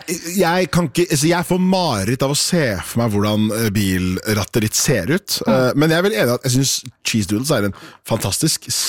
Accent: Oslo, Norway; Og så må jeg bare si at, det må bare nevne at for meg så er det sosiolekt. Jeg er fra Haugenstua i Oslo.

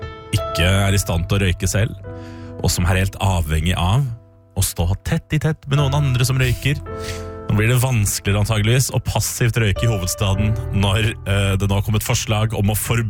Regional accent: Østfold, Norway; moved away; jeg kommer fra Østfold

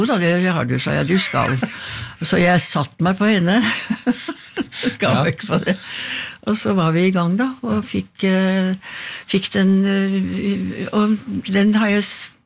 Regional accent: Oslo, Norway; born or raised there

